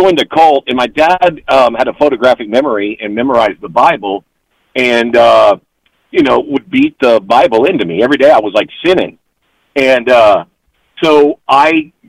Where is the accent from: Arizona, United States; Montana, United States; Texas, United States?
Texas, United States; So I'm a kid from Texas, grew up in Texas, went into the Navy, and was an atheist most of my life.